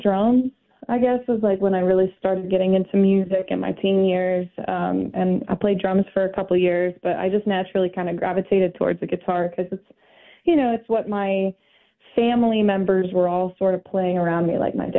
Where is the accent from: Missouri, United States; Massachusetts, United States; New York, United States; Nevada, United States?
Missouri, United States; Kansas City; now in New Orleans, United States; My home base is New Orleans.